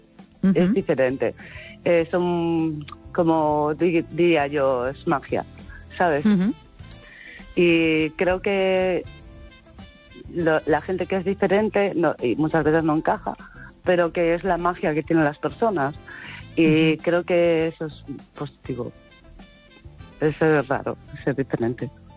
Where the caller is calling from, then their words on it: Chapela, Galicia, Spain; vivo en Chapela.